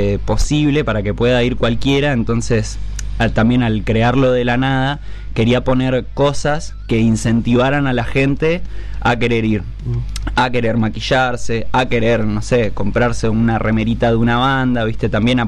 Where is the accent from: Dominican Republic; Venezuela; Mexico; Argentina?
Argentina; Plottier, Neuquén; yo que soy de Plotier, que si bien está al lado de Neuquén, no es lo mismo. Es un pensamiento más de pueblo